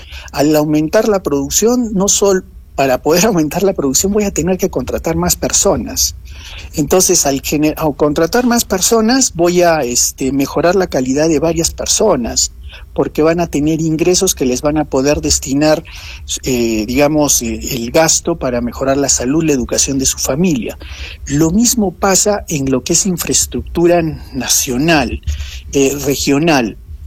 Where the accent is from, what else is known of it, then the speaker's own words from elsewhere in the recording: Arequipa, Peru; Yo como arequipeño y como todos los que vivimos aquí